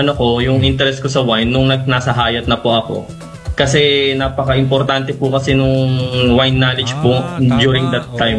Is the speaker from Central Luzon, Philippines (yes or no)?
yes; Central Luzon, Philippines; Dito po, sa Tigabulacan po ako.